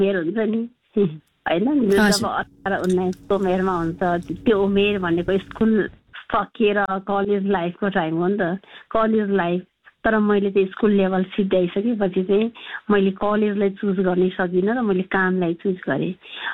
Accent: Gundu, Bhaktapur, Bagmati, Nepal; म जन्मेको थिएँ भक्तपुरको गुन्डु अहिले जहाँ फेमस नै छ गुन्डु भन्ने ठाउँ

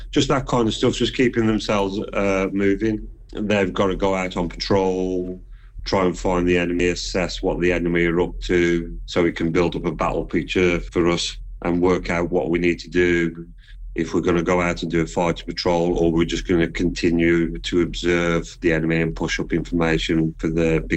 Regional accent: West Midlands, United Kingdom; So I am Black Country. I'm on the edge of Walsall and Wolverhampton, so just that bit where the M6 runs through the middle.

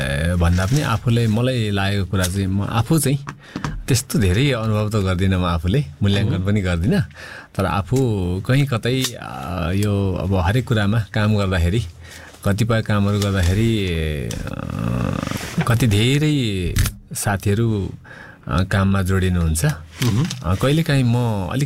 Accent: Taplejung, Koshi Province, Nepal; ठ्याक्कै मेरो गाउँदेखि पारिपट्टि कामबाङ गाउँ नै छ कि, उहाँहरूले मलाई देख्नुहुन्छ, मेरो घर देख्नुहुन्छ, म उहाँहरूको घर देख्छु

